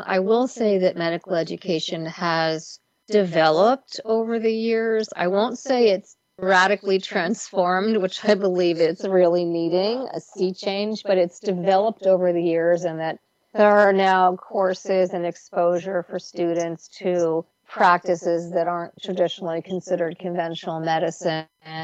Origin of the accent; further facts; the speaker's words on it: New York, United States; I'm a New Yorker